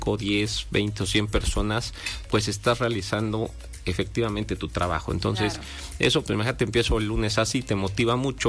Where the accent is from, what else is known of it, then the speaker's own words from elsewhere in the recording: Puebla, Mexico; poblanos.